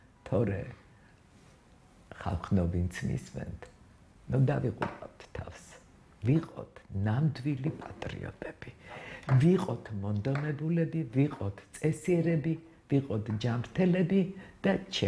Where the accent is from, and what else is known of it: Tbilisi, Georgia; born there